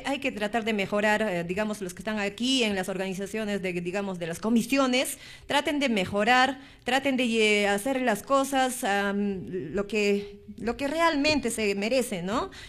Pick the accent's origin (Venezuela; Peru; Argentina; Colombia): Peru; Chumbivilcas, Cusco; nuestra cultura, nuestra vivencia de Chimbivilcas, nuestra tierra